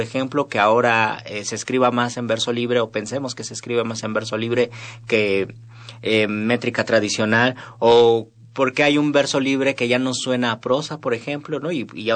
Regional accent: Mexico City, Mexico; accent: Mexico City; Si uno va al norte, dice, por supuesto que tienes un acento de la Ciudad de México, pero porque uno ya lo sistematizó, ya lo incorporó, no se da cuenta.

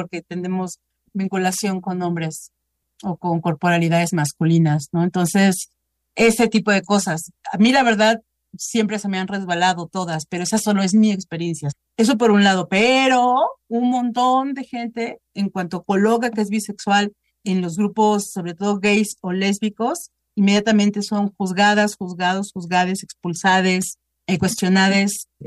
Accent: Mexico City, Mexico; yo soy de Ciudad de México, vivo en Ciudad de México

